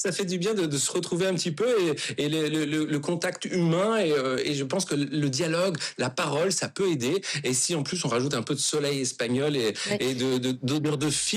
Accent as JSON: {"language": "French", "country": "France", "tie": "born there", "said": "Et donc, je suis un pur européen, vraiment. Et donc, je suis né en France"}